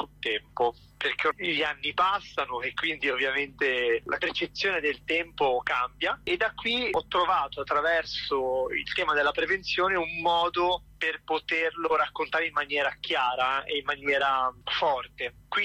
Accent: Genoa, Liguria, Italy; moved away as an adult; also born or lived in Rome; now in London, United Kingdom; Io sono genovese e ho cominciato a lavorare nella televisione locale per piccole trasmissioni, finché poi quest'idea di cinema si è concretizzata e ho deciso di fare il passaggio da Genova a Roma.

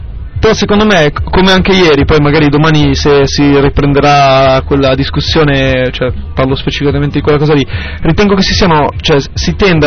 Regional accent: Milan, Lombardy, Italy; Io sono di Milano, non sono siciliano

